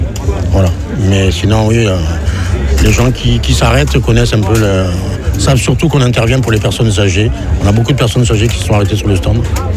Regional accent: Montpellier, Occitanie, France; born there; je suis né au département, dans le département à Montpellier, il y a 52 ans.

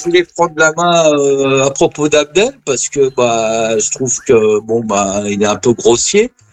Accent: France; born there; now in La Ferté-Alais, France; c'est mon pays de souche et mon pays préféré parce que, bah, okay. Je suis né en France.

